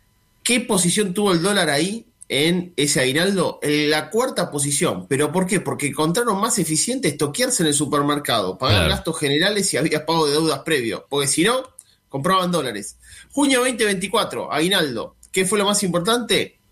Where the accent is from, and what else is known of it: Argentina